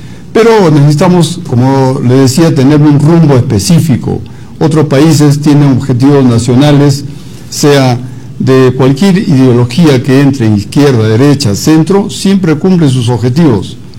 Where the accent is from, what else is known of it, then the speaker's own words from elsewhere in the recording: Peru; Unámonos, somos hermanos, somos peruanos